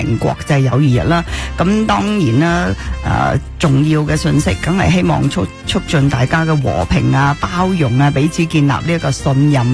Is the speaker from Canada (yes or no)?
yes; Canada